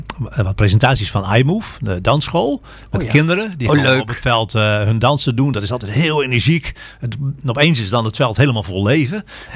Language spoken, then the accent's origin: Dutch; Groningen, Netherlands; born there; moved away; Ik ben een Groninger van geboorte.